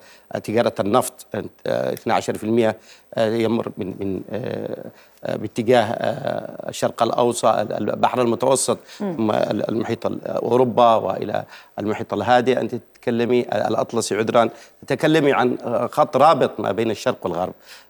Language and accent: Arabic; Yemen